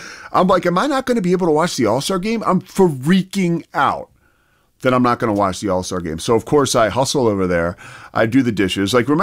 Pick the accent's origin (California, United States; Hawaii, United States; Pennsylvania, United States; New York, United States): Pennsylvania, United States; Philadelphia; And I'm from Philadelphia, so I thought it was neat that the game was played in Philly.